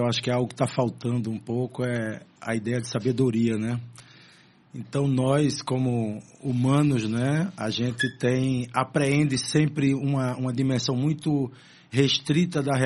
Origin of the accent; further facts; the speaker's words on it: Recife, Pernambuco, Brazil; Eu sou do Recife, né? Nasci no Poço da Panela, que é um bairro aqui histórico do Recife, né? Da cidade do Recife, em 1961. Né? Aí, então, nos anos 60, né? Eu estou agora com 65 anos.